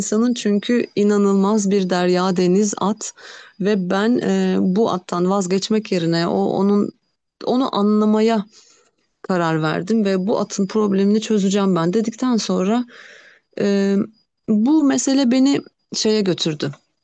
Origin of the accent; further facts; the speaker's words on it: Kırklareli, Turkey; born there; 80, 1980 doğumluyum. Kırklareli doğumluyum.